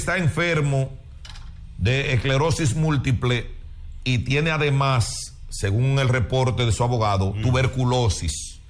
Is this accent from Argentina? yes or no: no; Dominican Republic